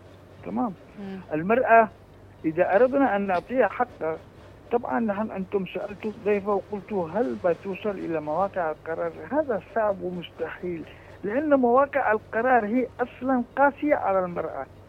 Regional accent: Yemen; عندنا في اليمن

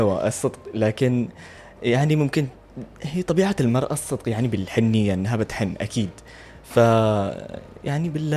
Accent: Yemen; احنا مجتمع يمني

